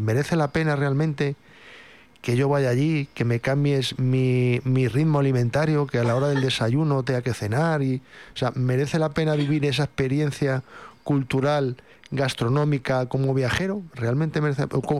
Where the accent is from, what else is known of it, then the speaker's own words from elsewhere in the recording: Spain; yo que soy español